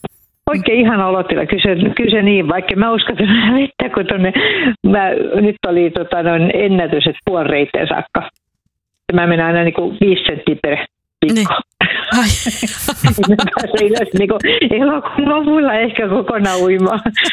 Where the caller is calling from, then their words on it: Vihti, Uusimaa, Finland; Joo, me ollaan Vihdistä ja meillä on mökki täällä Korppossa